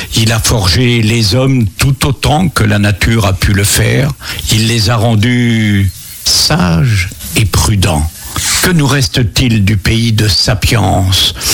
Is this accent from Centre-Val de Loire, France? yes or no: no; Pays de la Loire, France; accent: Mayennais/Maine patois (meuniot); Ma passion pour le Meuniot, je l'ai depuis ma naissance. Les premiers mots que j'ai entendus, c'était des mots en patois, avec cet accent qui part du fond de la gorge et fait vibrer les airs tout en rongeur. Et j'aime m'en parler, j'aime mon accent.